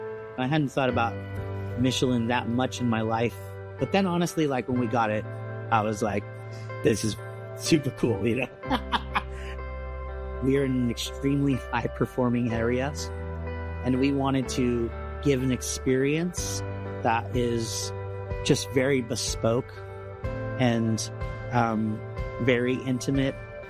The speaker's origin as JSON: {"language": "English", "town": "San Antonio", "region": "Texas", "country": "United States", "tie": "born or raised there", "said": "I'm from San Antonio, grew up in largely Latin neighborhoods. The earliest smells I remember are like smoking from a barbecue pit or menudo from my friend's grandma."}